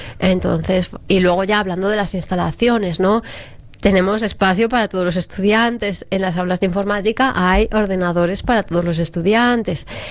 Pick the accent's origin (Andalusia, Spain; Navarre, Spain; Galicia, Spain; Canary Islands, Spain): Galicia, Spain; moved away; porque soy gallega